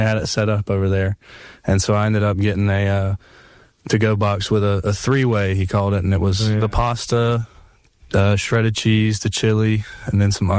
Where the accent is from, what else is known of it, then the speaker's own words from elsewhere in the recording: the Carolinas, United States; Man, I loved it. It was honestly really hard to yank me out of there.